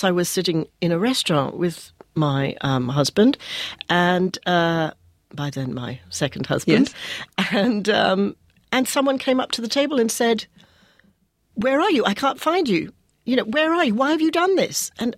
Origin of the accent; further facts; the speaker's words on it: England, United Kingdom; forgive me for being English and they will have me back.